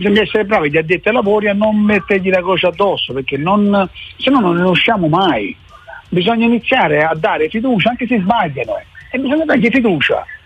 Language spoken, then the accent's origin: Italian; Naples, Campania, Italy; chi nasce là nasce con una marcia in più, ma non perché siamo napoletani